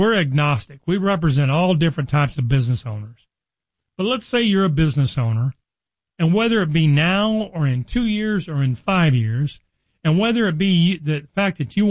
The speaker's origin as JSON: {"language": "English", "town": "Richardson", "region": "Texas", "country": "United States", "tie": "born or raised there", "also_born_or_lived": "Nebraska", "said": "I grew up in Dallas. I've been here almost my entire life. I was born in Nebraska, but as a very young boy, my mom and dad moved us down from Nebraska to Dallas. I grew up in Richardson, and I've been in Dallas most of my life."}